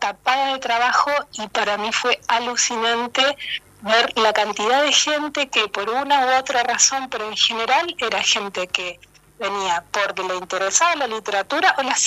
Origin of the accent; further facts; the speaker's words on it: Buenos Aires Province, Argentina; moved away as an adult; also born or lived in Sweden; now in Córdoba, Argentina; Yo llegué a Córdoba, soy de provincia de Buenos Aires, mi padre era noruego, mi madre argentina. Me vine a estudiar a Córdoba